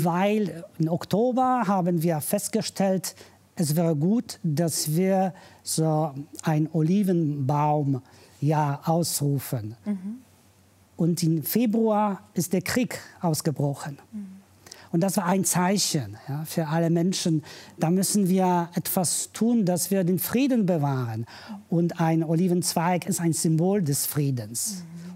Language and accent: German; Rhineland-Palatinate, Germany; Aber heute bin ich ganz glücklich, dass ich hier bin. Das ist meine Heimat. Da fühle ich mich ja wohl und gesegnet und ich habe so viele Freunde.